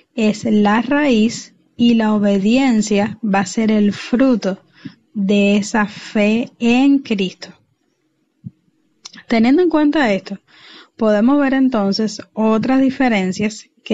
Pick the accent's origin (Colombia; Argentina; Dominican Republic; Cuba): Cuba; Pinar del Río; desde Pinar del Río, Cuba, para El Faro de Redención.